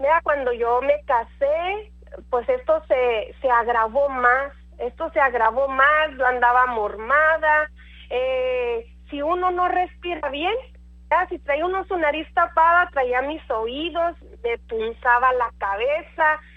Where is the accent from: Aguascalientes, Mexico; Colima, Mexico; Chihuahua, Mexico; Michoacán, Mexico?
Chihuahua, Mexico; moved away; also born or lived in Detroit, Michigan / Mexico City; Yo estaba estudiando química allá en la Ciudad de México, ¿verdad? Yo soy de Chihuahua.